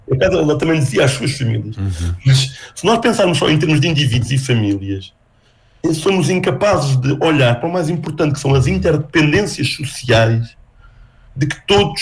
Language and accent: Portuguese; Portugal; Nós nascemos em Portugal